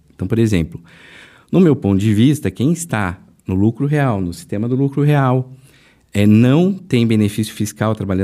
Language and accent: Portuguese; São Paulo, Brazil; born there; Eu, na verdade, sou nascido em São Paulo. Cheguei à adolescência e morar no interior, né?